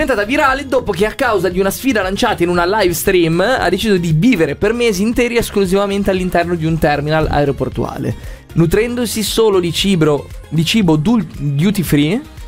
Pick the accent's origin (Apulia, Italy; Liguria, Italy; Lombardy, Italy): Liguria, Italy; Genoa; Io da genovese